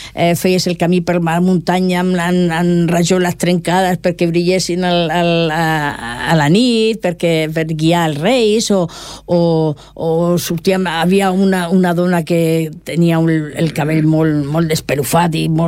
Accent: Cartagena, Region of Murcia, Spain; Fins als 13 anys vaig estar a Cartagena i després de 13 anys el meu pare es va traslladar a Múrcia i es van anar a Múrcia i aleshores vaig estar justament un salt de 13 anys a Mú

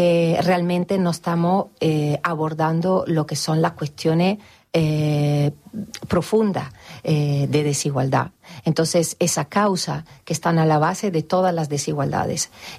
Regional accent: Italy; now in Andalusia, Spain; Me corrijo, italiana andaluza.

